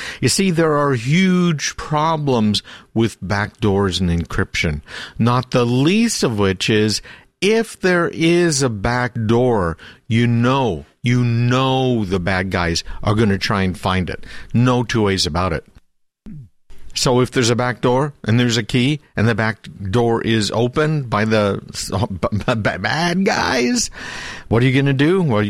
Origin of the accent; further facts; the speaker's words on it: Canada; I remember growing up in Canada, they had Lipton tea.